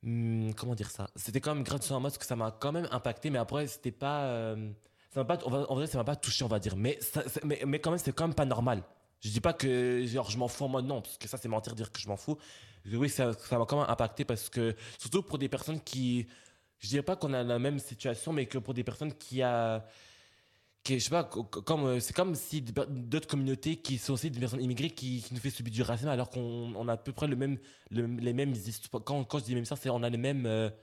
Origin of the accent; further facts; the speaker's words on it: Belgium; Je suis belge, je suis né en Belgique.